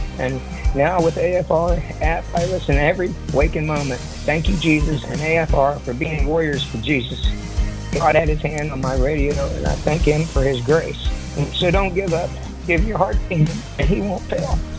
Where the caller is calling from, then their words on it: Kansas, United States; I'm from Kansas.